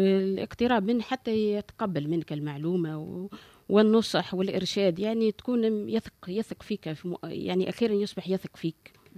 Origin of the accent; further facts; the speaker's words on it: Tunisia; بالنسبة لي ولكل امرأة تونسية